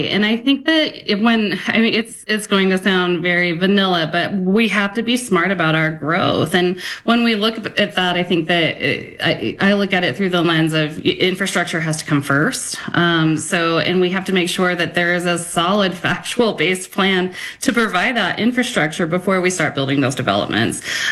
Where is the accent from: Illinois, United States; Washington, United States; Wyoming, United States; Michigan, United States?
Wyoming, United States; Rock Springs; moved away; Now, I grew up in Rock Springs, Wyoming, so that's a coal mining town too.